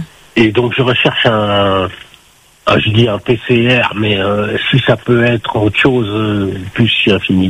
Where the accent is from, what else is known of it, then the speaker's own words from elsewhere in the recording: Strasbourg, Grand Est, France; moved away as an adult; now in Réunion, France; moi, je suis originaire de Strasbourg.